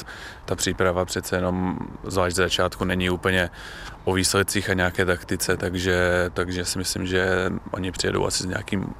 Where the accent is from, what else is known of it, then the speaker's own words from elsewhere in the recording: Nové Město na Moravě, Vysočina Region, Czechia; Pocházím z Vysočiny, takže jsem moc rád, že tady můžu být a Jihlavu jsem vždycky sledoval